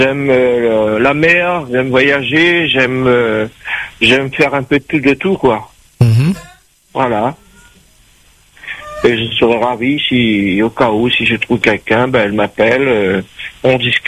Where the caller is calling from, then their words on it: Saint-Louis, Réunion; Mmh. J'habite à la rivière Saint-Louis.